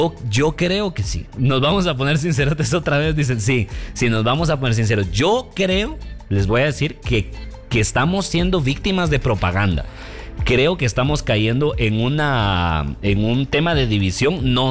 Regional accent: Guatemala; en un país como el nuestro

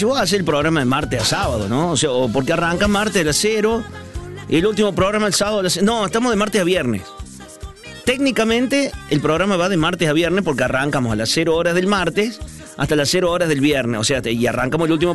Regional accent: Argentina; ¿Cómo somos nosotros los argentinos?

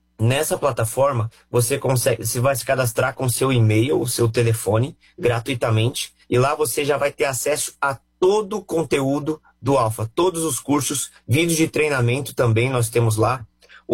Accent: Brazil; que nós, como brasileiros, sempre ficamos refém do calendário que é colocado nacionalmente.

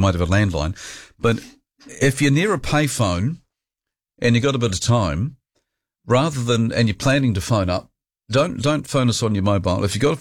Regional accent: Dunedin, Otago, New Zealand; growing up in Dunedin in the 1970s when I was

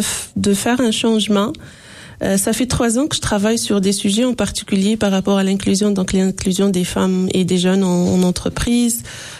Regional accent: Tunisia; moved away as an adult; now in Mascouche, Canada; Je suis née en Tunisie.

